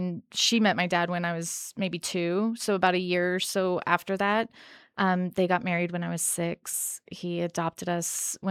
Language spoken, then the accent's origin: English; Texas, United States; moved away as an adult; also born or lived in Kansas; I was born in Kansas. Before my first birthday, my parents moved to Texas.